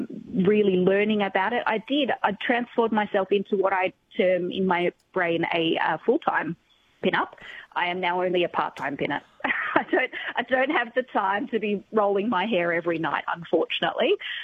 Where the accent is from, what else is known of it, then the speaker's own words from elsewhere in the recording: Tasmania, Australia; Look, I grew up in Tasmania, and I knew from quite early on that I enjoyed vintage fashion